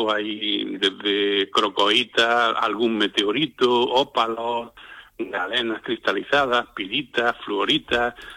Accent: Granada, Andalusia, Spain; Yo soy de Granada.

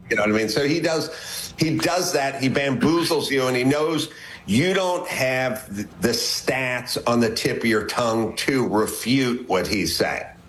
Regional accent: California, United States; I'm not a person that, you know, grew up in New Jersey and came out here to pursue comedy. I grew up in Southern California.

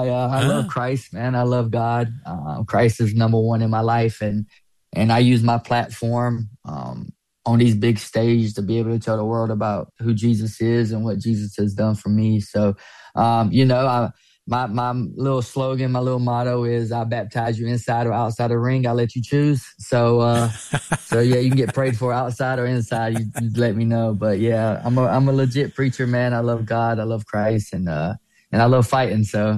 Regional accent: Pembroke, North Carolina, United States; I grew up in Pembroke, North Carolina. It's pretty rough. It's still rough. You know, it's a place where everybody knows everybody.

